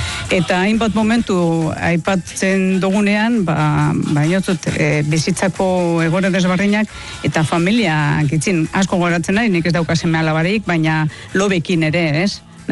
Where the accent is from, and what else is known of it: Bermeo, Basque Country, Spain; accent: Bermeo Basque dialect (Biscayan)